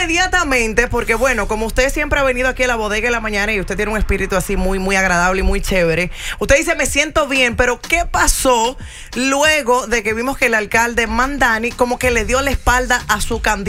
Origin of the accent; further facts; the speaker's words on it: Dominican Republic; yo como dominicana lo tomé peor porque vi que usted lo apoyó bastante